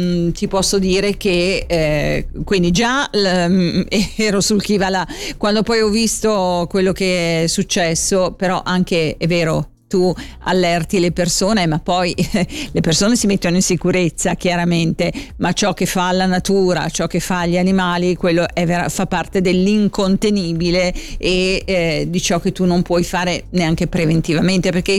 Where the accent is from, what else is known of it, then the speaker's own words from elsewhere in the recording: Genestrerio, Ticino, Switzerland; Io sono di Genestrerio, quindi che Genestrerio la grandine è caduta visibilmente e in quantità.